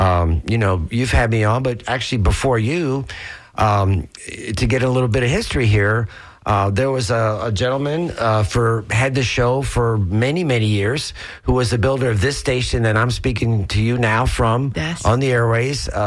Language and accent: English; Tampa, Florida, United States; we grew up here in Tampa, just like even in Miami, where you know, Tampa used to have two great papers, the Tampa Tribune and the St. Pete Times, and it didn't really cross the bay.